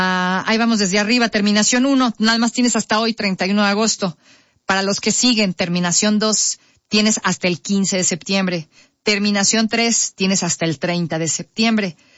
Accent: Mexico; así somos todos, el mexicano y todos, todo lo dejamos para el final

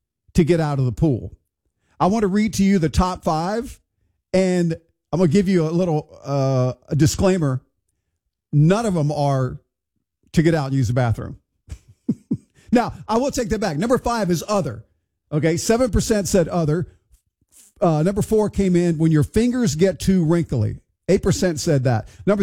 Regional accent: Houston, Texas, United States; Growing up in Houston, Texas, we used to sneak into somebody's apartment complex and swim.

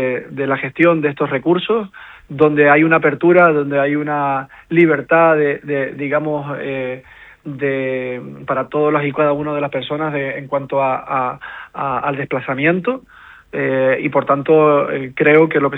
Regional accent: Canary Islands, Spain; los canarios siempre hemos sido un pueblo de acogida, un pueblo de integración, que los migrantes han venido históricamente, nosotros fuimos migrantes y ahora somos tierra de inmigrantes

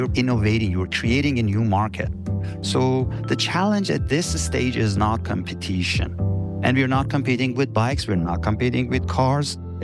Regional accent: Tehran, Tehran Province, Iran; I was born and raised in Tehran, one of the most polluted cities in the world.

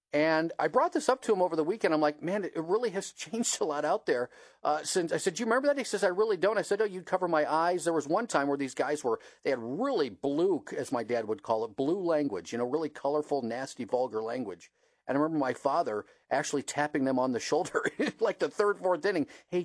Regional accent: Toledo, Ohio, United States; because I was born and raised in Toledo, for those of you that don't know

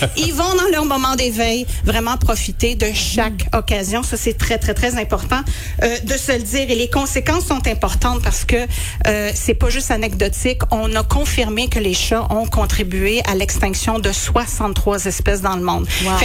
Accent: Quebec, Canada

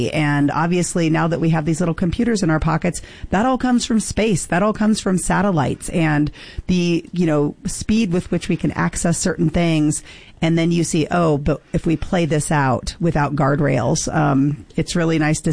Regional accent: Kansas City, Missouri, United States; moved away; I'm from Kansas City

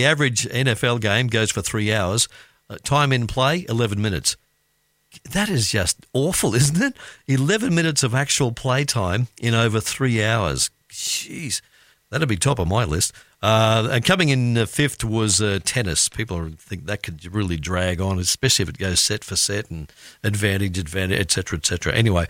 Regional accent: Queensland, Australia; also born or lived in New South Wales; yeah, I'm from Queensland. I've actually spent more of my life in New South Wales than I did Queensland.

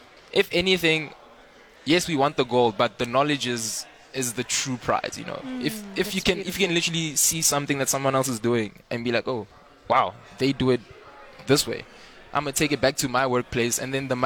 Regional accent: South Africa; So, again, it's crazy. Like, being South African is like, it's a pleasure. It's an honor, if anything.

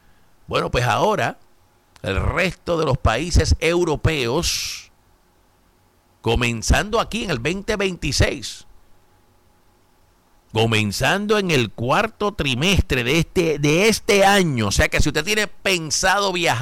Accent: United States; Yo llego, yo soy gringo.

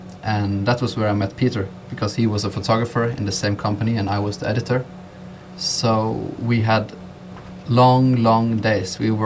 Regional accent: Bergen, Vestland, Norway; I'm from Bergen, which is on the west coast of Norway. It's in between, like, a lot of mountains. It's a very old city, over 1,000 years old. And it's raining for 250 days a year. Days every year.

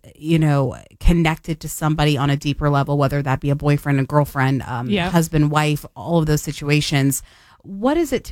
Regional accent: Tennessee, United States; I'm from Tennessee, born and raised

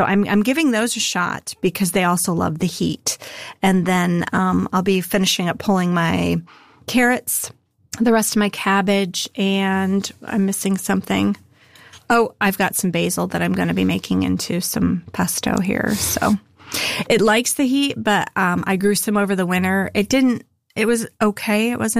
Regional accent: Midwest, United States

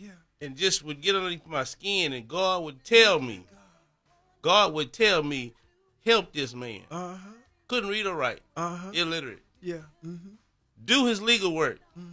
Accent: Houston, Texas, United States; I'm from Houston, but I fell in Dallas.

